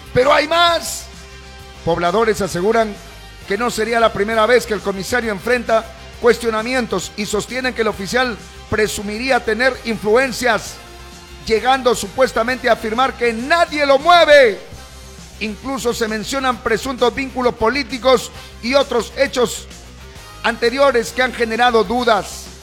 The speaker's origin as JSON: {"language": "Spanish", "region": "Cajamarca", "country": "Peru", "tie": "born or raised there", "said": "Aquí nomás, como dicen allá mis paisanos en mi pueblito, aquisito nomás, en Cajamarca."}